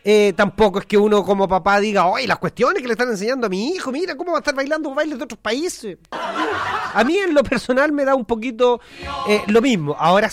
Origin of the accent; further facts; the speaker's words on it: Chile; soy un pésimo chileno.